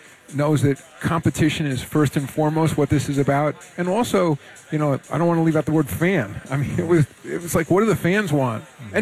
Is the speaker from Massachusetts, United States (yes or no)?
no; New York City, New York, United States; I'm a New Yorker, you know, so and I was alive for the last two, you know.